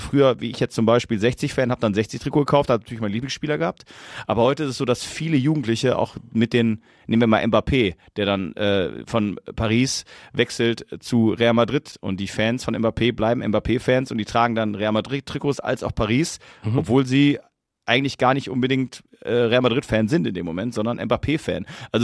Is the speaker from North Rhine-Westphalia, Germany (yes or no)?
yes; North Rhine-Westphalia, Germany; also ich komme aus der Nähe von Duisburg